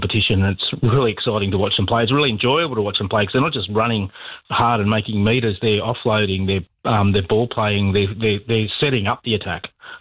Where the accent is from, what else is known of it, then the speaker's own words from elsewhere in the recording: Wollongong, New South Wales, Australia; I'm from Wollongong.